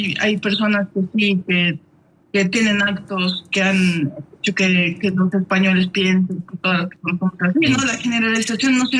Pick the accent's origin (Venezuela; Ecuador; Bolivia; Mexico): Bolivia; moved away